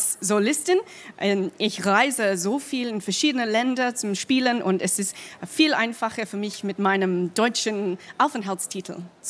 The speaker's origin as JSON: {"language": "German", "region": "England", "country": "United Kingdom", "second_language": "German", "moved": "as an adult", "lives_now": "Germany", "said": "Also ich komme aus England und mein Mann kommt aus Berlin. Also wir haben im November 2020 sind wir nach Deutschland umgezogen."}